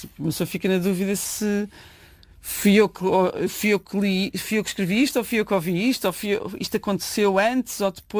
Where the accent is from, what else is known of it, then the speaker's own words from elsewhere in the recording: Portugal; sendo eu portuguesa